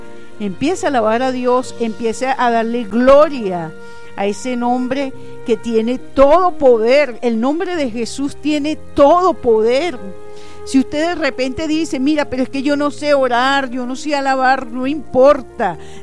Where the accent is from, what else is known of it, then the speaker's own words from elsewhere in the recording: Venezuela; yo soy de las que creo que como venezolanos estamos inclinados hacia el deseo de que nuestra tierra sea bendecida